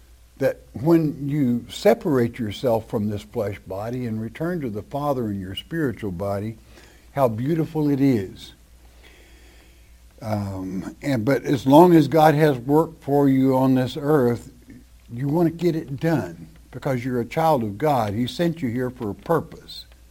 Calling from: Florida, United States; from Florida.

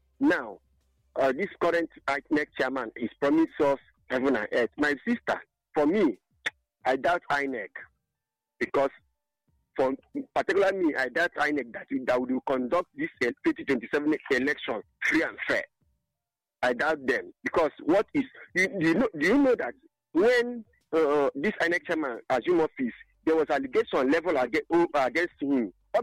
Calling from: Enugu, Enugu State, Nigeria; I'm calling from Enugu.

